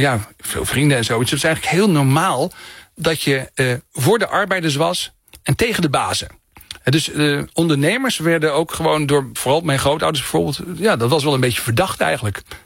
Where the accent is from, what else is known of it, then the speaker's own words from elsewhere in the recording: Muntendam, Groningen, Netherlands; Want ik kom uit Oost-Groningen.